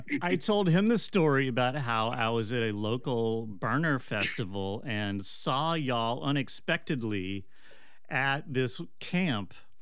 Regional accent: Baton Rouge, Louisiana, United States; also born or lived in New Orleans; I'm sort of from there. I was born there, but then I grew up in Baton Rouge, which was way less cool.

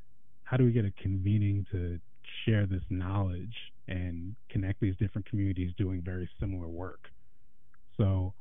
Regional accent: Lake Oswego, Oregon, United States; I grew up in Lake Oswego, which is right next door to Portland.

